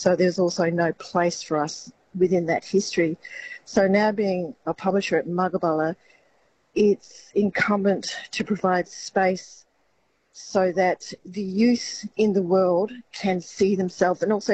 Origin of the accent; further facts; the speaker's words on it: Broome, Western Australia, Australia; So I grew up in Broome. So when I was growing up in the 70s and early 80s